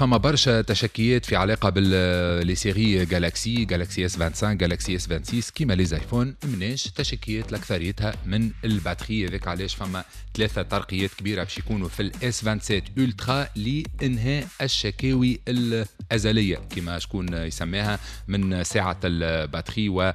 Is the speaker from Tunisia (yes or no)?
yes; Tunisia; منتخبنا الوطني التونسي